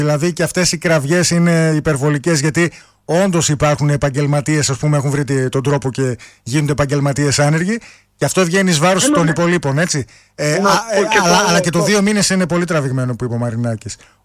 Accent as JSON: {"language": "Greek", "country": "Greece", "said": "σαν Έλληνες"}